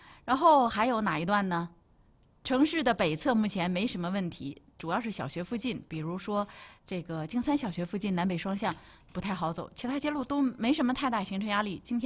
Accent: Northeast China, China; 用咱们东北话来形容

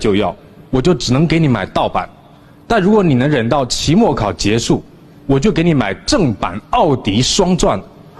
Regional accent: Fujian, China; 我出生在福建西部的一个靠山的多雨的小县城

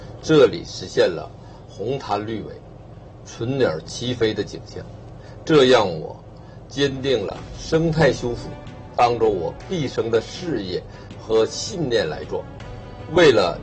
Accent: Jinzhou, Liaoning, China; born there; 我出生在这片土地上

